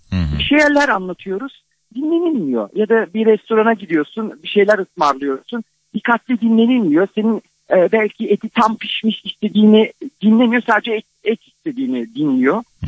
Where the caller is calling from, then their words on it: Balıkesir, Turkey; Balıkesirliyim, şu an tatildeyiz.